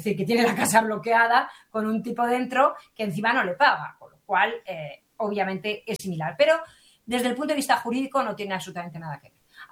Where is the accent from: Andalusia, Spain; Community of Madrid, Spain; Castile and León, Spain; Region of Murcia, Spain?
Community of Madrid, Spain; Madrid; No, soy de Madrid, así que de valenciana nada, yo soy más madrileña.